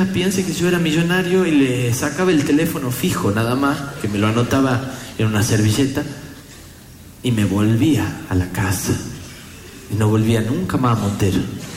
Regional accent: Famaillá, Tucumán, Argentina; Y yo me iba de Famaillá, mi pueblo, a Montero, que queda 15 kilómetros.

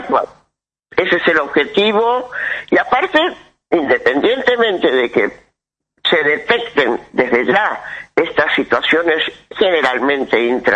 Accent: Argentina; yo soy de Buenos Aires

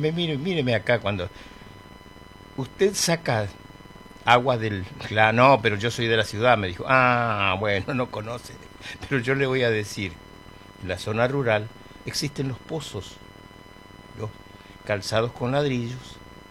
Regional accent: Buenos Aires, Argentina; Yo estuve 17 años en Buenos Aires, me crié en Buenos Aires.

